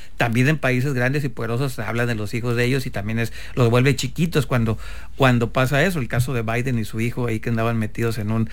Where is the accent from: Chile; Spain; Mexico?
Mexico